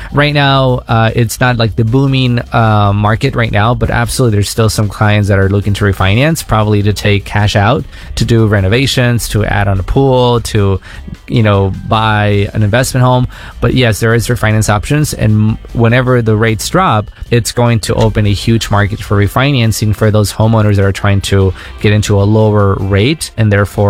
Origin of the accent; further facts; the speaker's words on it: Tucson, Arizona, United States; I grew up here in Tucson. I went to Mountain View High School. I went to U of A.